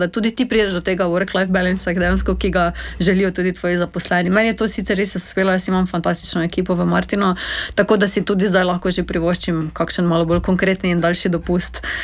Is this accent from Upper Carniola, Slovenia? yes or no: no; Maribor, Drava, Slovenia; Jaz sem sama Mariborčanka, živim v centru mesta